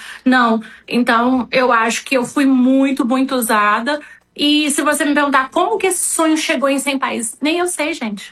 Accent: Santa Catarina, Brazil; que nós somos de Santa Catarina

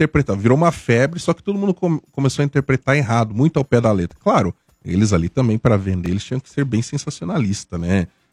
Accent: Santa Catarina, Brazil; eu sou de Santa Catarina, né?

